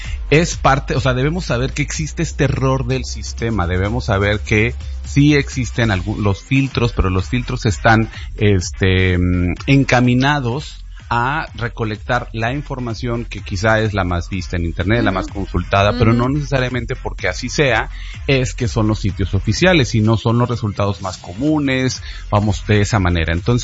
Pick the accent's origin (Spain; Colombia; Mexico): Mexico